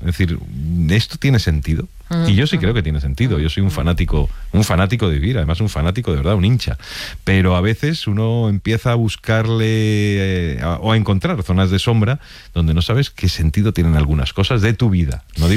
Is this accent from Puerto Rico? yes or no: no; Spain